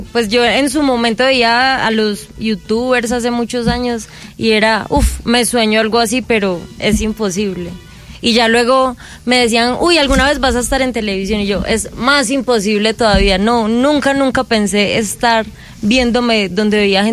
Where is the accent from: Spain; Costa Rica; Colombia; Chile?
Colombia; Bello, Antioquia; Pues yo soy de Bello.